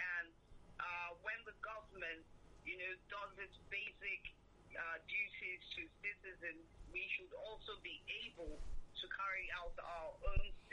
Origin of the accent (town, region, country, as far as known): Nigeria